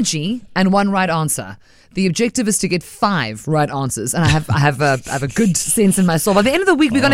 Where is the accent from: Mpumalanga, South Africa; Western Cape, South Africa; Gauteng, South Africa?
Western Cape, South Africa; Cape Town; we grew up in Cape Town.